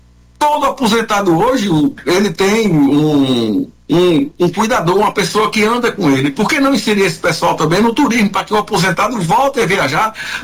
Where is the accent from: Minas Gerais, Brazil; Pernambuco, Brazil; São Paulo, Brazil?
Pernambuco, Brazil; na minha cidade, na minha terra, que essa escola ia vir para Pernambuco